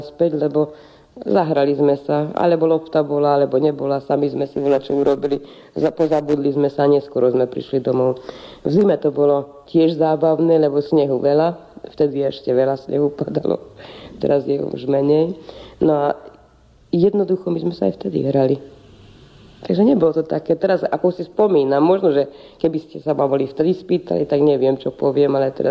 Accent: Kétsoprony, Békés, Hungary; ja pochádzam z Kejčuproňu a moji obidvaja rodičia sú Slováci

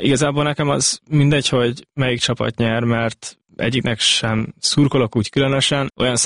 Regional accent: Budapest, Hungary; Nyilván budapestiként azért jó lenne, hogyha izgalmas mérkőzés lenne

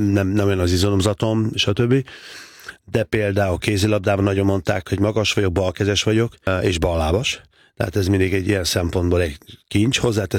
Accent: Gyula, Békés, Hungary; És szerencsések vagyunk, hogy a román határon, ugye Gyula közel van a román határhoz, a román televíziót be tudtuk fogni

